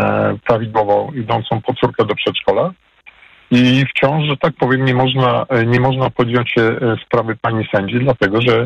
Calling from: Kraków, Lesser Poland, Poland; ja jestem z Krakowa

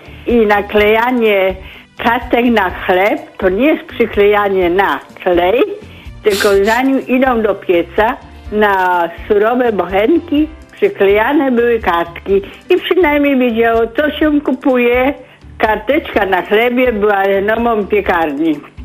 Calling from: Poznań, Greater Poland Voivodeship, Poland; Jestem byłym technologiem, mieszkam w Poznaniu

